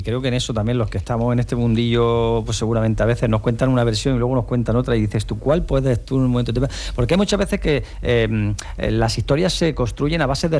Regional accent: Almería, Andalusia, Spain; También podríamos hablar, porque somos de Almería, ¿no?

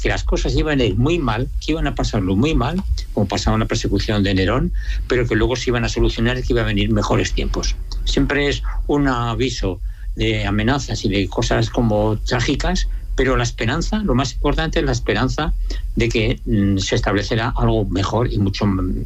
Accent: Aragon, Spain; now in Zaragoza, Spain; Sí, al final he vuelto a mi tierra. Después de recorrer media España, al final he vuelto a mi tierra.

